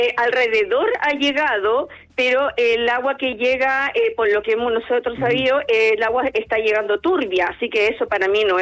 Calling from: Coquimbo, Chile; yo vivo en un sector de Peñuelas aquí en la ciudad de Coquimbo.

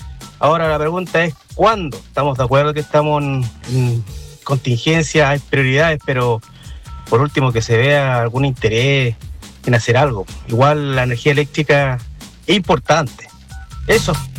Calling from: Limache, Valparaíso, Chile; Mira, yo soy de Limache, del sector del 12 de febrero.

